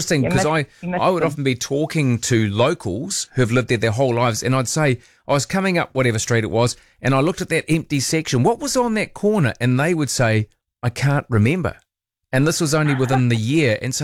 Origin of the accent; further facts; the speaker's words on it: Christchurch, Canterbury, New Zealand; Well, it's a silly question you've got to say yes to, isn't it? It's my hometown.